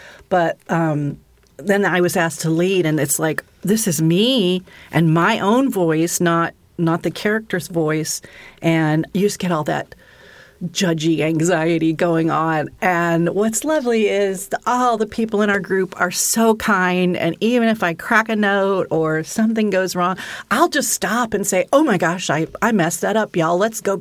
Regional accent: Midwest, United States; we're from the Midwest.

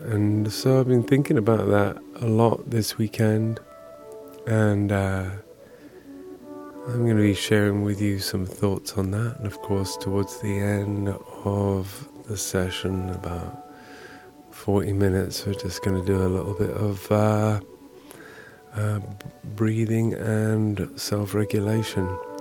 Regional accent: England, United Kingdom; now in United States; being an Englishman in the US.

